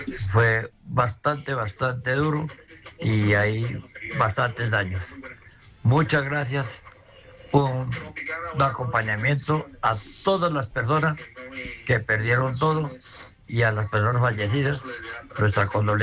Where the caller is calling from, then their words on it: Santa Rosa de Cabal, Risaralda, Colombia; Y acá de Santa Rosa de Cabal.